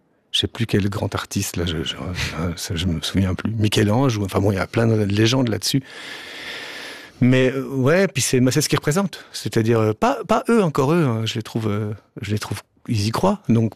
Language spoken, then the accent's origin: French; Switzerland; now in France; ça fait donc 20 ans que je suis en France. Je suis un Suisse en France et chaque fois que je dis que je suis Suisse, les Français ne comprennent rien vraiment à ce qu'on est.